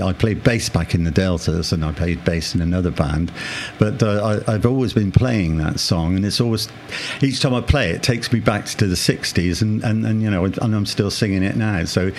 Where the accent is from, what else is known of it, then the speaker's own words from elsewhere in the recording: Bath, South West England, United Kingdom; accent: West Country; moved away as an adult; also born or lived in Bradford; now in Bradford-on-Avon, United Kingdom; We grew up in Bath, West Country. I tell by the accent.